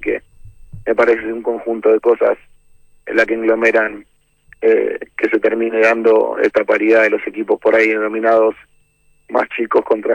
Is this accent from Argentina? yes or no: yes; Argentina; es algo que tenemos nosotros como argentinos